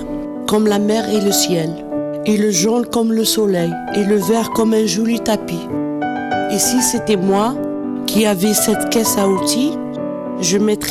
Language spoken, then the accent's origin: French; Morocco; born there; moved away